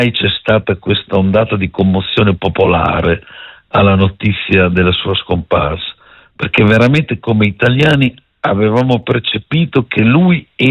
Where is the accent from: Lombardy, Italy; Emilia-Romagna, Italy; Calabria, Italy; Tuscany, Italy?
Emilia-Romagna, Italy; born there; la terra dei motori è un sentimento, cioè non è un qualche cosa che può essere raccontato da chi non è nato qui, tu capisci dal mio accento che invece io sono proprio nato